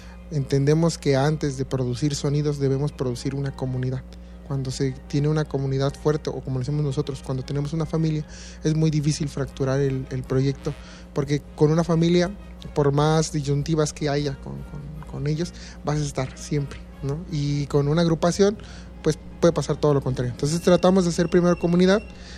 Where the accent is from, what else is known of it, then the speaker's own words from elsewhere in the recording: Oaxaca, Mexico; Soy director del Centro de Formación Musical de aquí de la Villa de Etla. Soy originario de Villa Hidalgo y Alala.